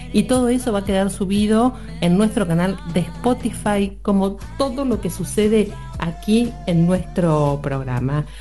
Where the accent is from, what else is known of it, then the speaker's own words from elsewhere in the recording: Argentina; Esto que tenemos un poco como argentinos